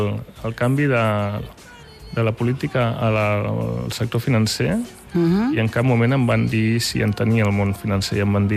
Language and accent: Catalan; Catalonia, Spain; moved away as an adult; now in London, United Kingdom; Si a Catalunya sempre estan de festa, per què estem a Londres treballant?